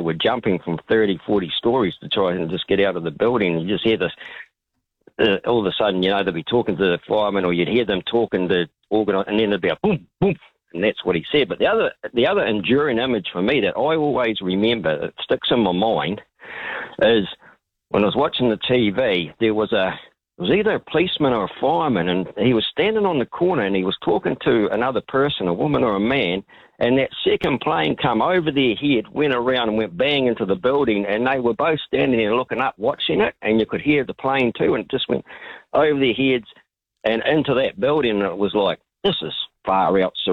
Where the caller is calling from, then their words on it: Christchurch, Canterbury, New Zealand; I was working at the airport at that stage at Christchurch here